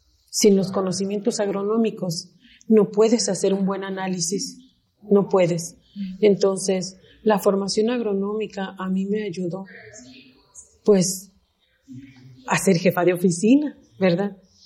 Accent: Jalisco, Mexico; Sabes que yo en Jalisco todavía tengo dos hermanos y mi madre. Y en algún momento de mi vida sí quiero ir

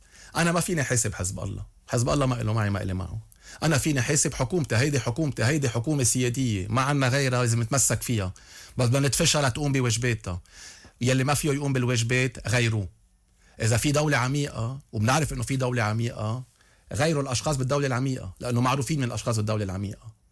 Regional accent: Lebanon; انا كمواطن لبناني

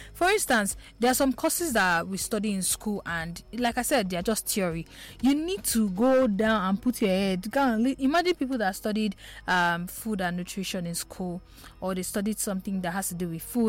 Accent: Enugu, Enugu State, Nigeria; from Enugu. Okay. Okay. From Enugu.

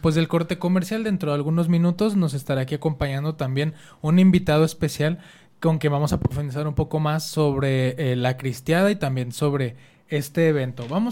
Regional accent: Mexico; también de nuestra identidad como mexicanos, como católicos mexicanos, y la relevancia que guarda este acontecimiento histórico para nuestra comunidad fronteriza.

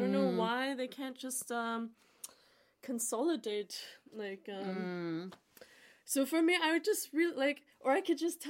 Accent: Canada; And, like, somehow, like, for me, this mixture of growing up in Canada

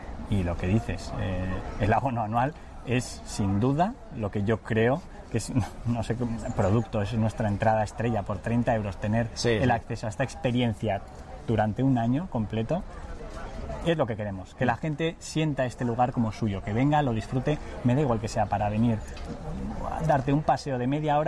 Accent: Basque Country, Spain; tan nuestro además, tan vasco

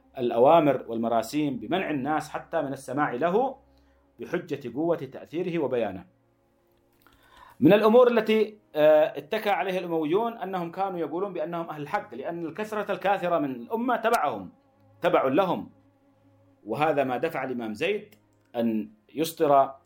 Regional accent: Yemen; نحن اليوم كيمنيين

